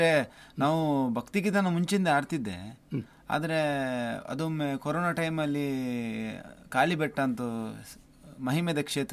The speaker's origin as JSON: {"language": "Kannada", "town": "Udupi", "region": "Karnataka", "country": "India", "tie": "born or raised there", "said": "ಎಲ್ಲಿ ಅಂತ ಹೇಳಿದರೆ ಉಡುಪಿ. ಮತ್ತು ನನ್ನ ಊರು ಸರ್."}